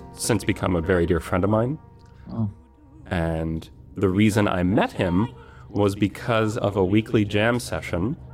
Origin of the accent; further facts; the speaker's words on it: Texas, United States; moved away; growing up in Texas, I didn't get to look at snow that often.